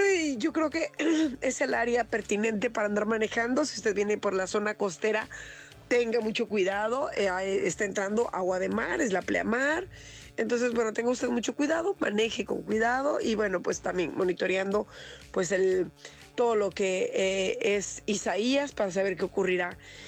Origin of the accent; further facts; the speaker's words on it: Mexico; soy mexicana